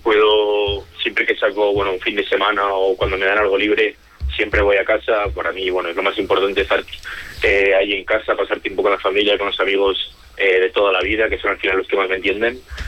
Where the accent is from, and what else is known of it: Aldanueva de Ebro, La Rioja, Spain; born there; moved away as an adult; also born or lived in Calahorra / Logroño; now in Madrid, Spain